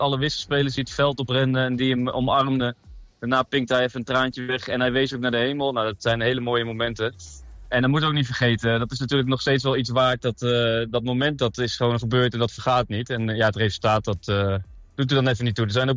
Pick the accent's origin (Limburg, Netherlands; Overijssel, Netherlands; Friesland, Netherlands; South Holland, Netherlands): Overijssel, Netherlands; Hardenberg; now in Hilversum, Netherlands; In Hilversum wonen we nu. Ik ben opgegroeid in Harderberg, maar we zijn nu een beetje verhuisd naar centraal van het land.